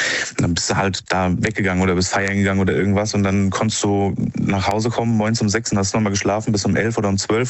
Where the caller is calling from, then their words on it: Rhineland-Palatinate, Germany; Ja, also eigentlich Rheinland-Pfalz, aber bin jetzt halt zugezogen, ja.